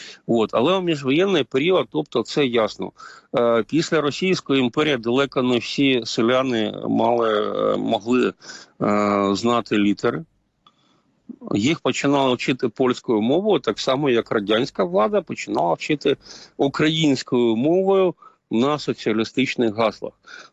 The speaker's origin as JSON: {"language": "Ukrainian", "region": "Kyiv", "country": "Ukraine", "said": "я киянин і надніпрянець."}